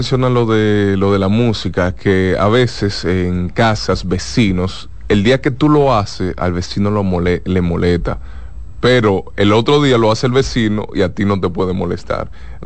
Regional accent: Dominican Republic

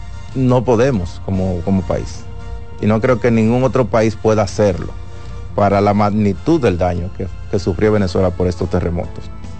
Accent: Dominican Republic

